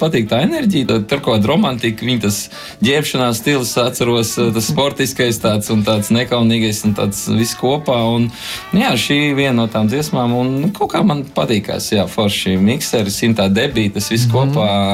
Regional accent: Riga, Latvia; es no Purciem

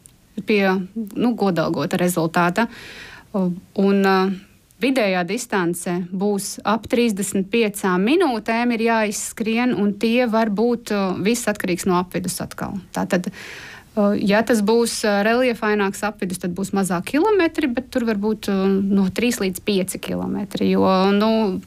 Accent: Jelgava, Zemgale, Latvia; born there; also born or lived in Viļaka; Es esmu dzimusi Jelgavā un diezgan daudz esmu kleņojusi pa Latviju

